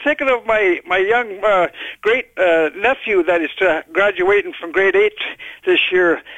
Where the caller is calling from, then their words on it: Regina, Saskatchewan, Canada; calling from the northwest end of Regina.